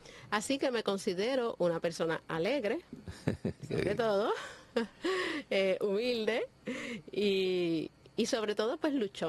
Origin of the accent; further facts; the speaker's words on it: Vega Baja, Puerto Rico; Yo soy una mujer humilde, nacida y criada en Vega Baja, que estudió en escuela pública